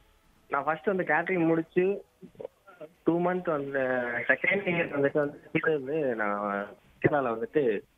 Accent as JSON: {"language": "Tamil", "town": "Dindigul", "region": "Tamil Nadu", "country": "India", "tie": "born or raised there", "also_born_or_lived": "Tiruchirappalli", "moved": "as an adult", "lives_now": "Chennai, India", "said": "நான் வந்து என் சொந்த ஊர் வந்து திண்டுக்கல். இப்போ வந்து நான் ஒர்க் பண்ணிட்டு இருக்கேன் சென்னையில்."}